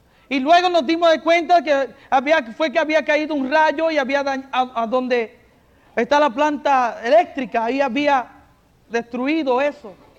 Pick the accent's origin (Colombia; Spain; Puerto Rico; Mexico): Puerto Rico; Barranquitas; moved away; Yo me crié en Barranquitas. O sea, corrí por todo eso por allí.